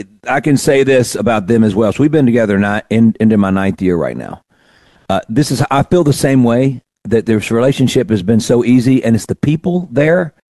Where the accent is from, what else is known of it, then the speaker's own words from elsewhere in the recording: Mississippi, United States; on my soil, on my dime, on Mississippi soil, in my hometown.